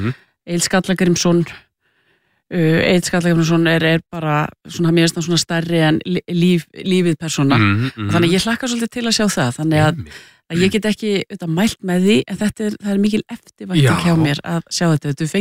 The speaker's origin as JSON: {"language": "Icelandic", "town": "Reykjavík", "region": "Capital Region", "country": "Iceland", "tie": "born or raised there", "said": "þetta var rosalega skemmtilegur tími að alast upp í Breiðholtinu"}